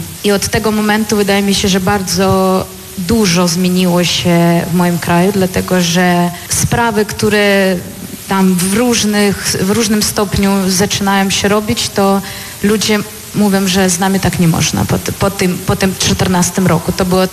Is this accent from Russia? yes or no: no; Ukraine; moved away; bo pochodzę z Ukrainy